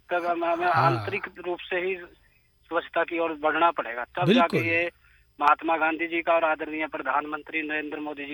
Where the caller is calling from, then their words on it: Morni, Haryana, India; अब हमारे गांव मोरनी हिल है, हरियाणा का एक हिल स्टेशन है हमारा